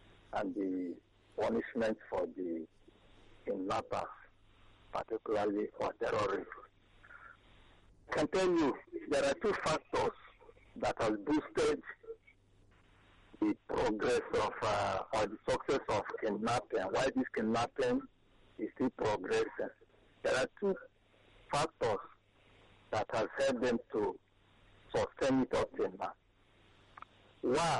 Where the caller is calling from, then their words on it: Iba, Lagos, Nigeria; Calling from Eba.